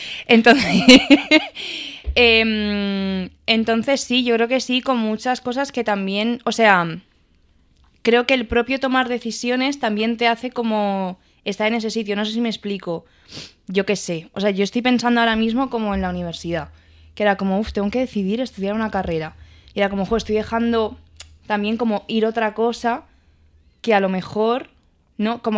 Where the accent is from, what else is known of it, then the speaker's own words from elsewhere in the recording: Cuenca, Castilla-La Mancha, Spain; moved away as an adult; now in Madrid, Spain; yo soy de Cuenca